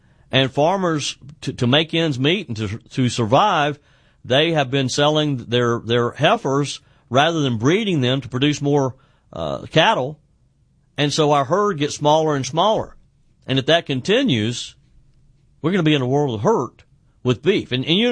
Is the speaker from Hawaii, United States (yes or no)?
no; South Carolina, United States; If you got a farm, say in my home state of the upstate of South Carolina, you got a farm here in the upstate